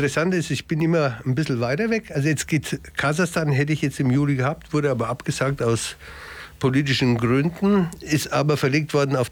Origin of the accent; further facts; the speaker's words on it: Italy; Als Italiener